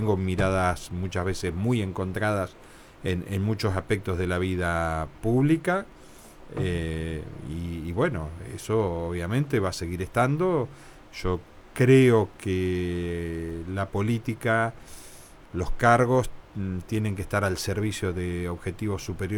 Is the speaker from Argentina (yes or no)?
yes; Indio Rico, Buenos Aires Province, Argentina; also born or lived in Tres Arroyos; now in Bahía Blanca, Argentina; Me crié entre Indio Rico y Tres Arroyos